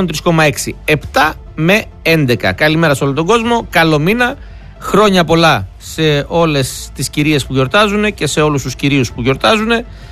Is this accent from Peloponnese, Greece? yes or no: yes; Pyrgos Dirou, Peloponnese, Greece; Αγωνιστικούς χαιρετισμούς στην πατρίδα μου, εκεί κάτω στη μακρινή Μάνη.